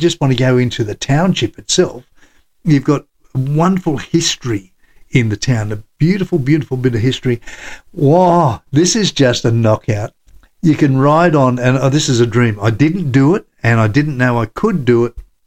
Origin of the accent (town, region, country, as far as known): Australia